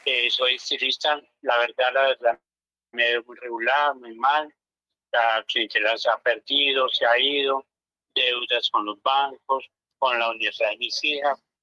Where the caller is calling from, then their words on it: Bogotá, Colombia; lo llamo acá de Bogotá, del barrio Goita.